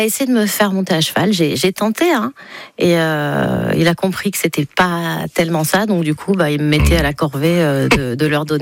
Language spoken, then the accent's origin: French; Nice, Provence-Alpes-Côte d'Azur, France; Je suis du Sud. Et je sais à peine nager. Je suis niçoise.